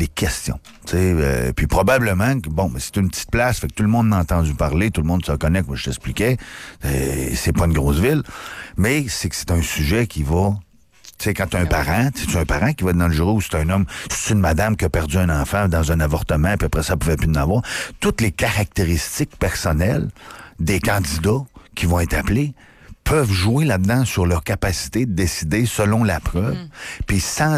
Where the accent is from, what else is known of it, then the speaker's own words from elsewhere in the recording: Baie-Comeau, Quebec, Canada; moved away; moi, je viens d'Haute-Rive-Bécomo. Bon, quand en 98, quand je suis parti, on était 28 000. OK, c'est pas beaucoup de monde, tout le monde se connaît